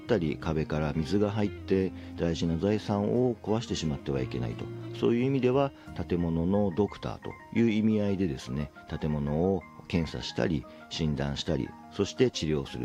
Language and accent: Japanese; Sendai, Miyagi, Japan; born there; はい、私の生まれは仙台で、両親は秋田県大曲という花火が有名なところで育っておりました。